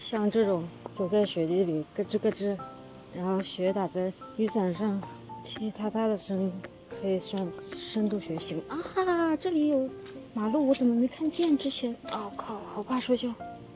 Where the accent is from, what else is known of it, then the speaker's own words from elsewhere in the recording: Chongqing, China; now in Singapore; 我作为一个重庆人，常年生活在南方